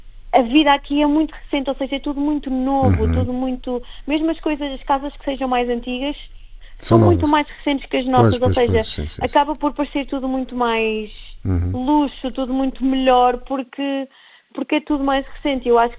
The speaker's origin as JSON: {"language": "Portuguese", "country": "Portugal", "lives_now": "Qatar", "said": "Eu sou portuguesa, nós somos portugueses, nós gostamos de comer bem"}